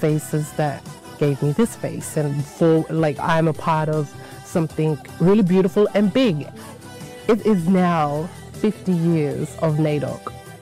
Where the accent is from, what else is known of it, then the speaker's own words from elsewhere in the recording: Mimili, South Australia, Australia; I am from Mimley Community and I am an artist and curious and just navigating through this wonderful thing we call life.